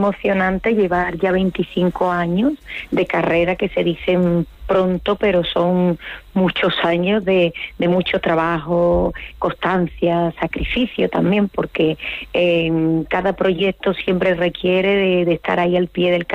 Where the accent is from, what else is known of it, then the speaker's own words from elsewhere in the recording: Spain; tanto fuera de España como en mi tierra, ¿no? Uh-huh. Que para mí es un privilegio porque, bueno, siempre me he sentido muy orgullosa de donde vengo